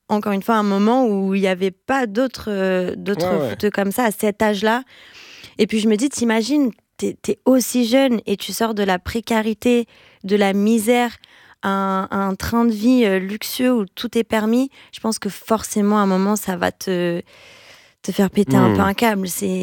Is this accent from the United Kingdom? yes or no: no; Brazil; now in France; Et pour moi, c'est important, moi en tant que Brésilienne en France, de pouvoir aussi les mettre en avant.